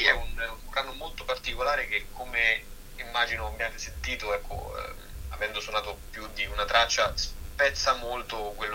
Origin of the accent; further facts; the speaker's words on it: Fiuminata, Marche, Italy; moved away; also born or lived in Rome; molto legato comunque alla terra, alle Marche e al mio paesino d'origine, nello specifico, che è Fiuminata, si chiama, ed è in provincia di Macerata, è un paese di poco più di 1500 abitanti, insomma, quindi è veramente molto piccolo.